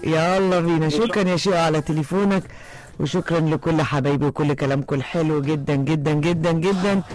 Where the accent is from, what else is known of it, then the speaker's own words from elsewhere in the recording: Egypt; انا بنت مصر، انا ضد الكسر.